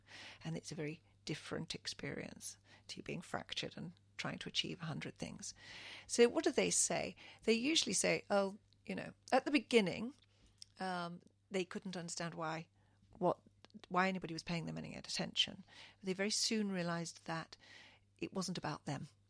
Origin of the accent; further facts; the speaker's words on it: Kenya; now in United Kingdom; I come from a third world country. I was born in Kenya, East Africa, of two parents who were born in Kenya and Uganda. So I'm second generation born there. We were forcibly repatriated and fortunately have, you know, found a beautiful home here in the UK.